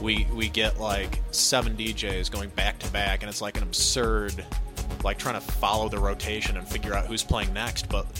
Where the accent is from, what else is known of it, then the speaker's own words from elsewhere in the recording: Pontiac, Michigan, United States; I'm a DJ from Pontiac.